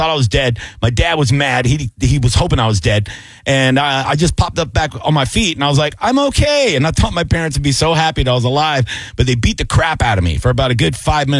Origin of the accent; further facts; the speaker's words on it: Tampa, Florida, United States; The very first ride share program I ever did was growing up in Seminole Heights. Stealing each other's bikes.